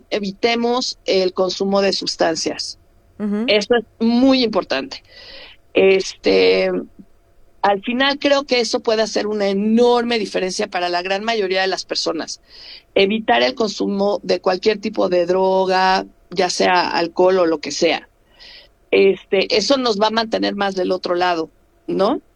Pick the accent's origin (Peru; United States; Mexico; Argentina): Mexico; vivimos en un extraordinario país, que es padrísimo ser mexicanos